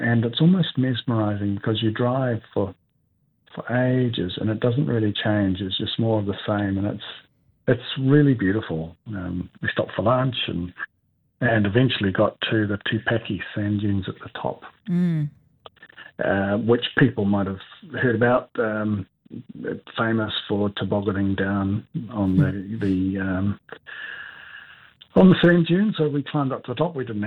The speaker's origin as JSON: {"language": "English", "region": "Northland", "country": "New Zealand", "tie": "born or raised there", "said": "I was brought up in Northland, so I dearly love it."}